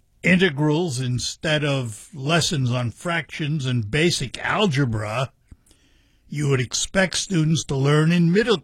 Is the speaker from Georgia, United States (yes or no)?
no; New York, United States; moved away; this, of course, relates to my hometown. For those of you that have listened for any length of time, you know I'm a New Yorker.